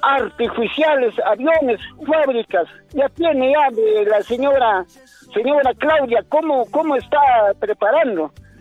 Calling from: Peru; acá en Perú

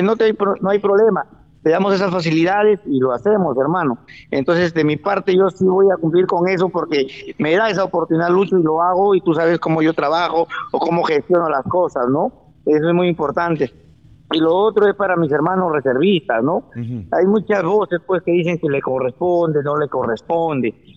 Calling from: Olmos, Lambayeque, Peru; mi pueblo de Olmos

